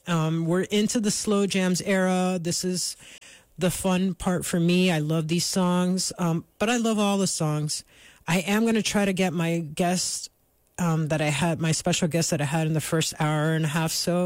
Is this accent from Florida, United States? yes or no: yes; Miami, Florida, United States; moved away as an adult; also born or lived in Brooklyn, New York; I was born and raised in Miami. I was born under a palm tree and stayed there until maybe when I was like 19. I left Miami and I moved to New